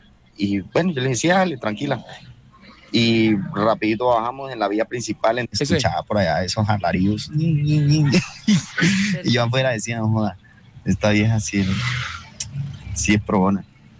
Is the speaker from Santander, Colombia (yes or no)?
yes; Bucaramanga, Santander, Colombia; Bucaramanga.